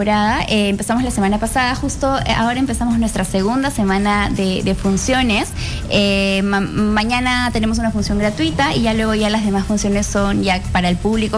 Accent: Trujillo, La Libertad, Peru; now in Lima, Peru; hace 2 años, bueno, vine de Trujillo, audicioné al Ballet Municipal de Lima, me contrataron.

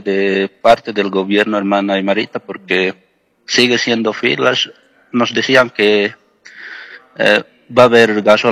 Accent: Bolivia; porque nuestra plata boliviana casi ya no sirve para nada

